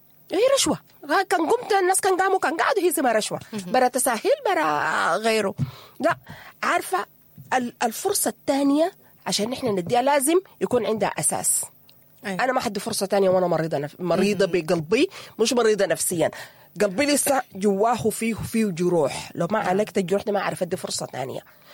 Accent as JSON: {"language": "Arabic", "country": "Sudan", "said": "ونحن شعب سوداني شغالين بعواطفنا"}